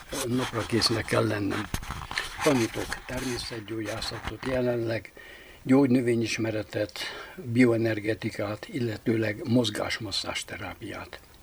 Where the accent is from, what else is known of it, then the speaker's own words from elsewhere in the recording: Baranya, Hungary; gyerekkoromban, mint a Mecsekben nőttem fel, Baranya megyébe, a hegyek között, közel az erdőhöz